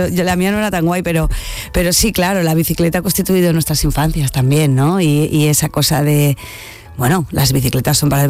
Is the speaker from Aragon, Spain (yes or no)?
yes; Huesca, Aragon, Spain; now in Madrid, Spain; soy de Huesca